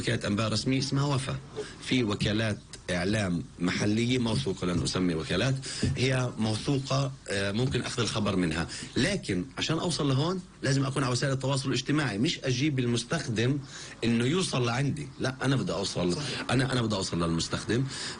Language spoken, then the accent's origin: Arabic; Palestine; احنا اليوم كفلسطينيين